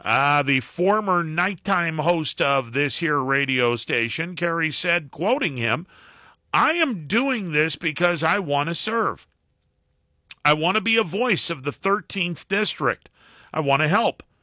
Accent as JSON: {"language": "English", "town": "Leetonia", "region": "Ohio", "country": "United States", "tie": "born or raised there", "said": "that's in my hometown where I grew up, down in Letonia, which is in northern Columbiana County."}